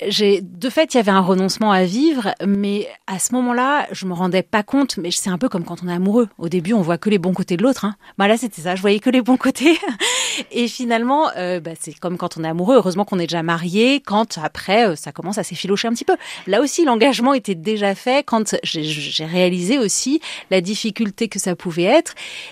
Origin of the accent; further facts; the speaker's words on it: Marseille, Provence-Alpes-Côte d'Azur, France; moved away as an adult; also born or lived in Paris; now in Bethlehem, Palestine; Après avoir grandi à Marseille, j'ai été prof à Paris